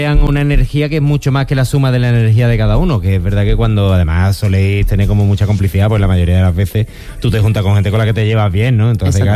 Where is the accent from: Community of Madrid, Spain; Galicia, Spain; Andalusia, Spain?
Andalusia, Spain; Seville; Yo soy de la Sevilla Auténtica